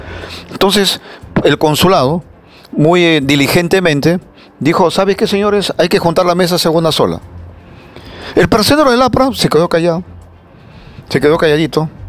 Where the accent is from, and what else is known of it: Peru